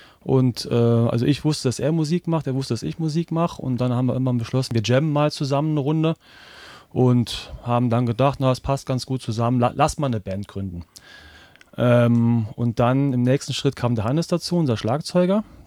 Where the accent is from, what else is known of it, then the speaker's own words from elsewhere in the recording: Reutlingen, Baden-Württemberg, Germany; Wir kommen räumlich, sagen wir, aus dem Großraum Reutlingen auch und Tübingen, ja.